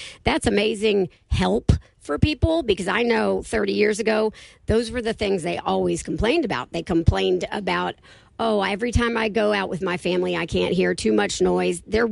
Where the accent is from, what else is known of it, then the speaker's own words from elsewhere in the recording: Fort Valley, Virginia, United States; I've lived in Shenandoah County my whole life. I'm from Fort Valley originally.